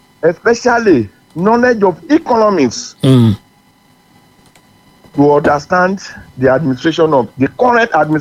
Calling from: Olodo, Nigeria; I'm calling from Olodo.

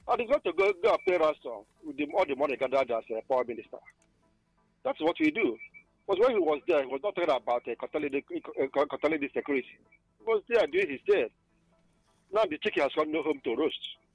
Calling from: Anambra, Nigeria; I'm actually … I come from Obunka, the Anambra State.

